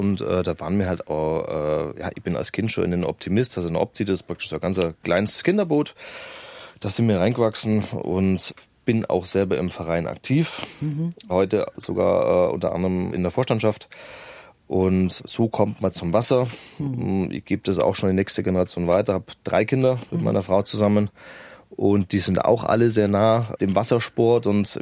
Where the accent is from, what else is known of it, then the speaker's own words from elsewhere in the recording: Augsburg, Bavaria, Germany; born there; Ja, tatsächlich, gebürtig in Augsburg, war aber der Augsburg, ja.